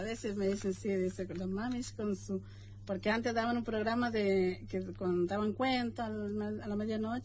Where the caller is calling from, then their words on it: Jáchal, San Juan, Argentina; Yo vivo en Calle Bar.